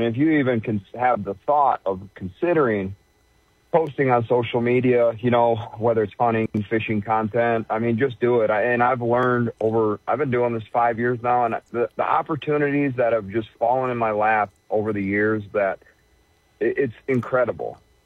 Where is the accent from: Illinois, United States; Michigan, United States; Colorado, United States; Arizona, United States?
Michigan, United States; Ubly; I grew up in the Thumb of Michigan, specifically the Ubley area.